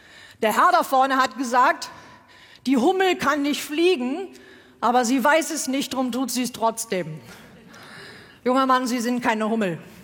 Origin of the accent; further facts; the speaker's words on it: North Rhine-Westphalia, Germany; Ich komme aus Westfalen